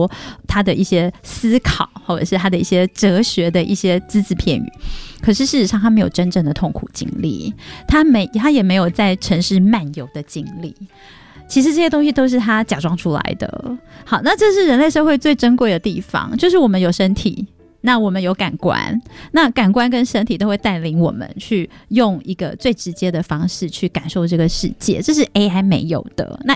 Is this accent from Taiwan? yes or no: yes; Taiwan; 我们台湾人